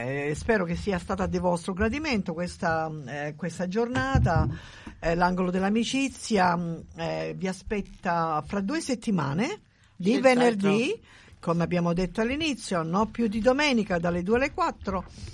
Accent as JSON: {"language": "Italian", "town": "Brindisi", "region": "Apulia", "country": "Italy", "accent": "Brindisino", "moved": "yes", "lives_now": "Adelaide, Australia", "said": "io sono pugliese."}